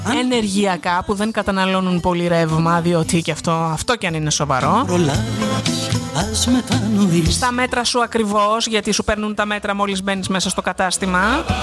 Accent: Davleia, Central Greece, Greece; στο χωριό μου, στη μαγευτική δάβλια βιωτίας μου

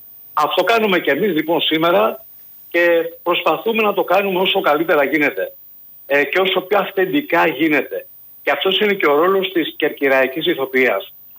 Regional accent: Corfu, Ionian Islands, Greece

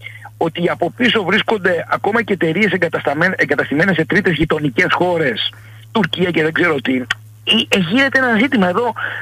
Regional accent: Kefalonia, Ionian Islands, Greece; Είμαι και Κεφαλονίτης

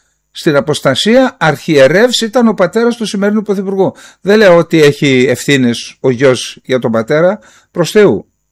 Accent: Greece; τη μία ως Έλληνας

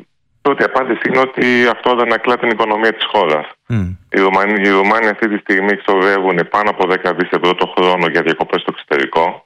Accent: Katerini, Central Macedonia, Greece; now in Romania; εγώ αυτή τη στιγμή βρίσκομαι στην Κατερίνη, όπου και κατάγομαι.

